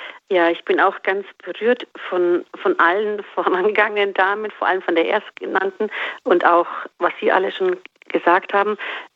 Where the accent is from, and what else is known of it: Medjugorje, Federation of Bosnia and Herzegovina, Bosnia & Herzegovina; now in Germany